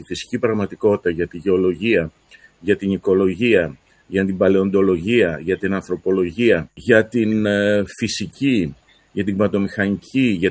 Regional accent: Crete, Greece; δεν είμαι υπηρώτης, στην Κρήτη κατάγομαι, πατέρας μου από Θεσσαλία, αλλά εργάζομαι στην Ήπειρο.

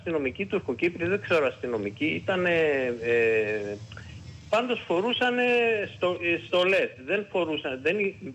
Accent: Famagusta, Famagusta District, Cyprus; moved away; Γιατί το σπίτι μου είναι στην περιφραγμένη περιοχή της Αμοχώστου.

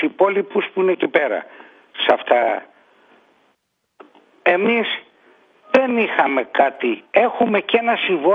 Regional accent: Piraeus, Attica, Greece; εγώ που είμαι Πειραιώτης Βέρα.

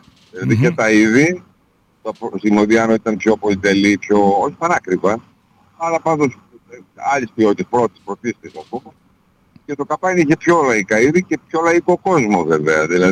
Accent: Nea Michaniona, Central Macedonia, Greece; είμαι υπαρχιωτόπουλο από τη Μηχανιό, δεν ήμουν αστόπεδο εγώ, για παιδί του άστεως

